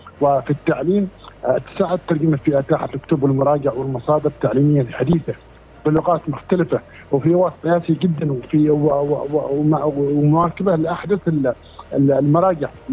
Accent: Yemen; ايضا عندنا في اليمن المنتجات الصينية اللي موجودة في السوق،

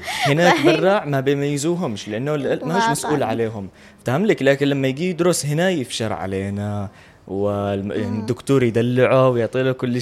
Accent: Yemen; احنا مجتمع يمني

